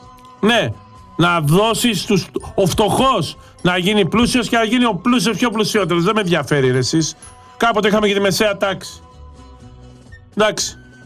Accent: Greece; στην Ελλάδα, στη χώρα μου, στην πατρίδα μου

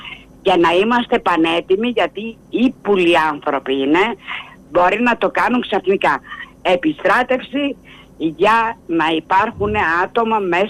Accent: Macedonia, Greece; Σαν γνήσια Μακεδόνισσα και Πόντια

